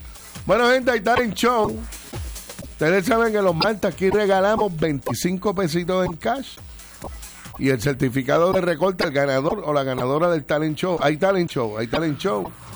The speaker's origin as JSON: {"language": "Spanish", "town": "Añasco", "country": "Puerto Rico", "tie": "born or raised there", "said": "Yo diría San Sebastián, Moca, me imagino yo Aguada, mi pueblo de Añasco."}